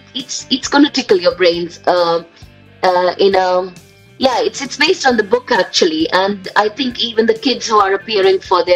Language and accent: English; Delhi, India; now in Altrincham, United Kingdom; So originally I'm from Delhi, India, but it's been 26 years, so an eternity I've been in this country, so I feel very much a part now